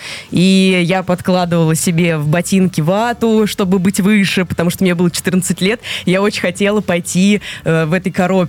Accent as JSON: {"language": "Russian", "town": "Syzran", "region": "Samara Oblast", "country": "Russia", "tie": "born or raised there", "lives_now": "Moscow, Russia", "said": "Я сама родом из Сызрани, когда было 9 мая, я всегда смотрела телевизор и очень хотела посмотреть вживую парад. И когда мама переехала в Москву, потом перевезла меня"}